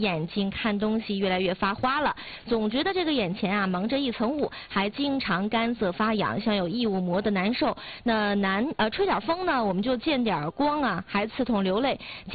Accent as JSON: {"language": "Chinese", "region": "Jilin", "country": "China", "said": "对，而且很多人能感觉到我们吉林人的这个热情哈，"}